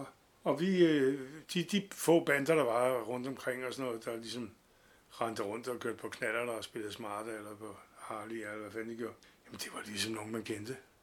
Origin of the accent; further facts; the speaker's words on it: Copenhagen, Capital Region of Denmark, Denmark; hvor jeg voksede op på Prags Boulevard, som er et arbejderkvarter.